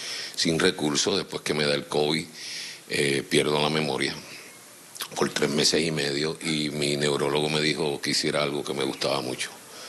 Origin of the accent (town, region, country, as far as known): Puerto Rico